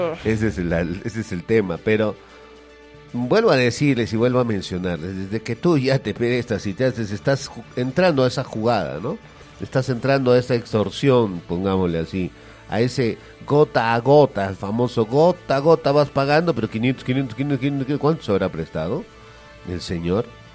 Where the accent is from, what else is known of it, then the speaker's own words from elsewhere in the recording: Peru; nosotros como peruanos